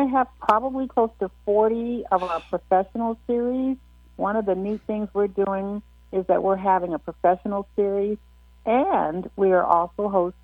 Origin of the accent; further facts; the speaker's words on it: California, United States; But I'm born and bred right here in the Inland Empire.